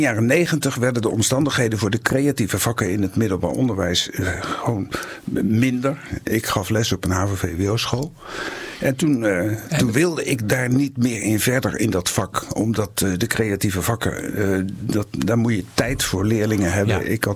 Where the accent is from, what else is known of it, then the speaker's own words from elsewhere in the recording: Ede, Gelderland, Netherlands; born there; also born or lived in Assen; Ik ben geboren in Ede, maar dat is puur toeval, want mijn opa die was militair en die was daar gelegerd.